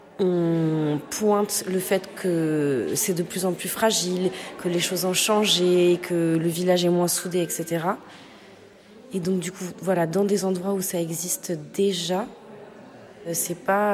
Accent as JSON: {"language": "French", "region": "Auvergne-Rhône-Alpes", "country": "France", "tie": "born or raised there", "said": "Oui, j'ai grandi dans le Diois."}